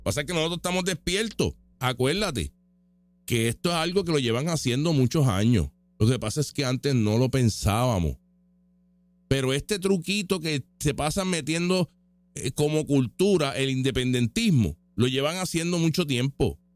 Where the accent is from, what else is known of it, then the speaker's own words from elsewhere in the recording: Puerto Rico; Yo me siento bien puertorriqueño y a la misma vez bien estadounidense